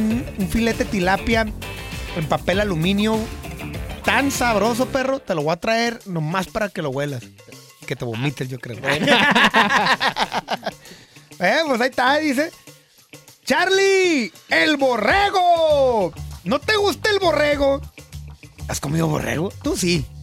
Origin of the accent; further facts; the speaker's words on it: Mexico; fracasé como mexicano